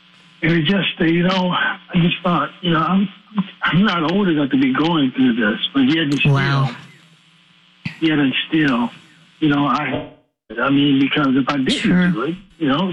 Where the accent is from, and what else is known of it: Denver, Colorado, United States; now in South, United States